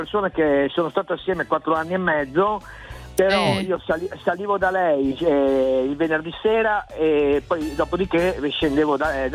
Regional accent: Padua, Veneto, Italy; io sono nativo di Padova, però in questo preciso momento sono a Roma.

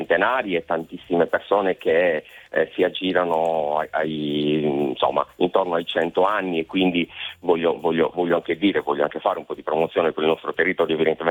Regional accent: Sardinia, Italy; born there; da quando siamo nati in Sardegna

